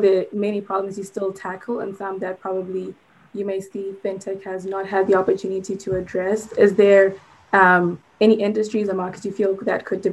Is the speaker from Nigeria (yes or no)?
no; Zimbabwe; now in United States; I grew up in Zimbabwe and Africa, and just then coming to America